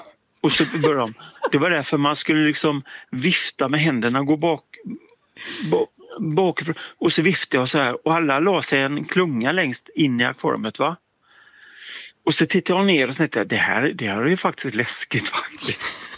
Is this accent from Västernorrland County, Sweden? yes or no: no; Gothenburg, Västra Götaland County, Sweden; now in Hammarö, Sweden; Alltså, jag bor på Hammarö men jag är göteborgare.